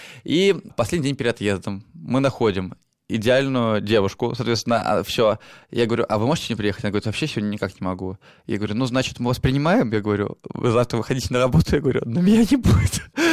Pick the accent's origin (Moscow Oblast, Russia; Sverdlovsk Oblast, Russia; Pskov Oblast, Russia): Pskov Oblast, Russia; Sebezh; Я говорю, я Себеж, соответственно, да.